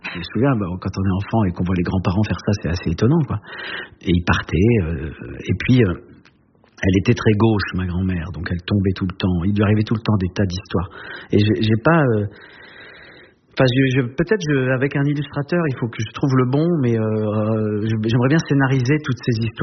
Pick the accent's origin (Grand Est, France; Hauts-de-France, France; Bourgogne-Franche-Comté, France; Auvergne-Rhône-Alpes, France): Grand Est, France; also born or lived in Saint-Dizier; j'ai grandi, je suis né en Champagne, à Saint-Dizier, mais c'est le seul endroit en Champagne où on ne fait pas de champagne. Et ensuite, j'ai grandi dans les Vosges, mais c'est la plaine des Vosges